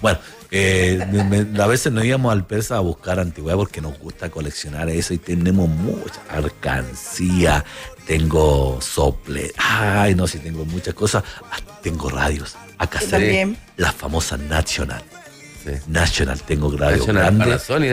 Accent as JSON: {"language": "Spanish", "country": "Chile", "moved": "yes", "said": "una palabra que es muy propia tan chilena"}